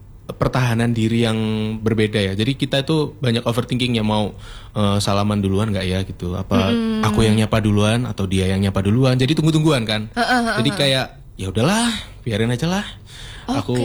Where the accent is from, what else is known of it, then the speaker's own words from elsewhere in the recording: Sidoarjo, East Java, Indonesia; also born or lived in Kediri; Sebenarnya dari Sidoarjo.